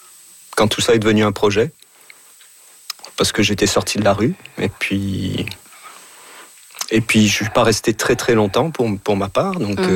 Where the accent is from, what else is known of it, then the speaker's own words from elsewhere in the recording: France; Je suis arrivé hier de France.